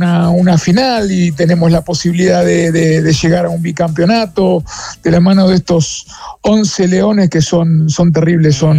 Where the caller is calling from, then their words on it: Argentina; Una parrilla muy popular aquí en la Argentina.